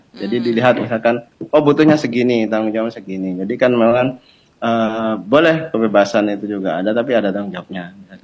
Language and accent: Indonesian; Java, Indonesia; Sekelas Ibu Kartini aja susah itu menobrak tradisi kalau saya orang Jawa gitu.